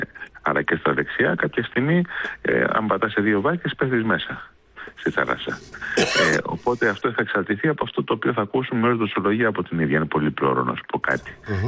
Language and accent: Greek; Aegina, Attica, Greece; υπάρχει από την … που έρχεται τακτικά στην Αίγινα, στην πατρίδα μου.